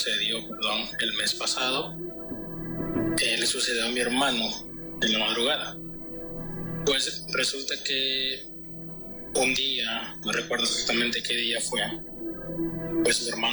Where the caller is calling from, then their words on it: Cortés, Honduras; Soy de Honduras, del departamento de Cortés.